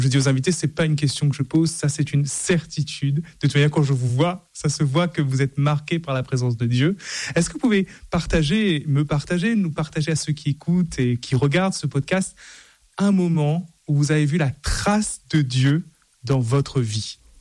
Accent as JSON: {"language": "French", "country": "Réunion", "said": "moi je suis de La Réunion"}